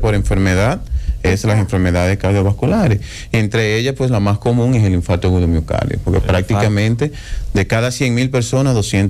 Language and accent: Spanish; Dominican Republic; debemos nosotros como dominicanos